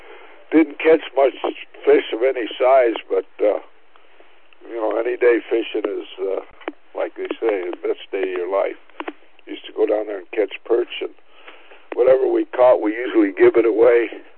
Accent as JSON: {"language": "English", "town": "Los Angeles", "region": "California", "country": "United States", "tie": "born or raised there", "also_born_or_lived": "Culver City", "lives_now": "North County San Diego, United States", "said": "Yeah, we lived in and around Santa Monica. Grew up in Venice, near Sunset and Lincoln Boulevard as a kid, and then got married and moved to Culver City by what is now Marina Del Rey."}